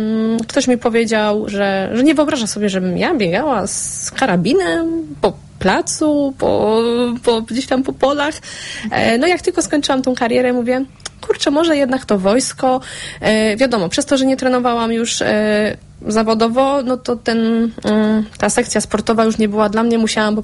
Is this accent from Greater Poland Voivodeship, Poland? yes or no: yes; Kalisz, Greater Poland Voivodeship, Poland; u nas w Kaliszu